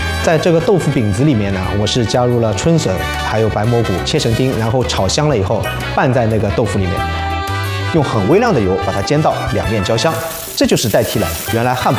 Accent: China; 现在我作为中国人，我非常自豪地说，我用的是我们国产的

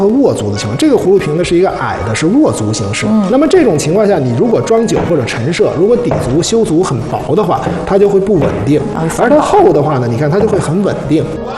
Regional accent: China

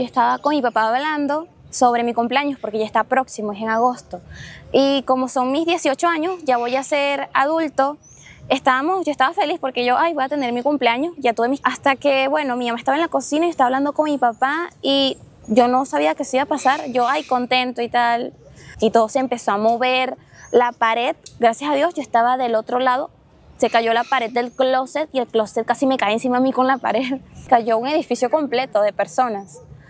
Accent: Venezuela; un consejo como joven venezolano, latino, es que hay que tener mucha fuerza y esperanza

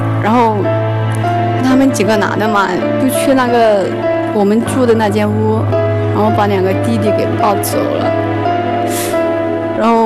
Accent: Chuxiong, Yunnan, China; 我来自云南郡雄。

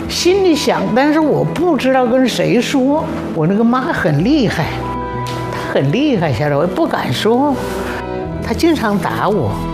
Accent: Songzi, Hubei, China; born there; moved away as an adult; also born or lived in Zhijiang, Yichang, Hubei; 要说我的出生地是宜昌地区枝江。哦，我十岁到松滋

